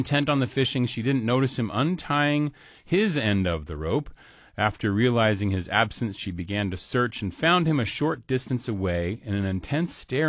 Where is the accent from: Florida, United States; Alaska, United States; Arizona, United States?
Alaska, United States; as an fellow Alaskan, you know, when we go outside, we say we're from Alaska.